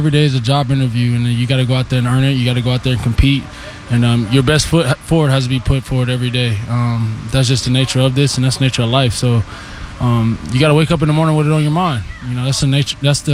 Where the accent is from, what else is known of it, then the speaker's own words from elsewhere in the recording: Florida, United States; moved away; I'm from Florida, so this is what it's like at 6 a.m.